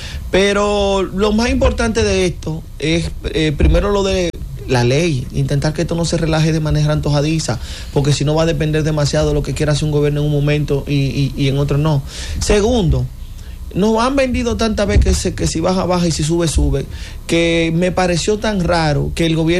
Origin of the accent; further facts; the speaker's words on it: Dominican Republic; Yo, como ciudadano dominicano